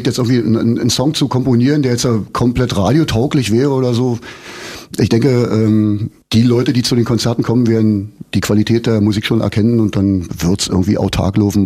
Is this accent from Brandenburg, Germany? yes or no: yes; Brandenburg, Germany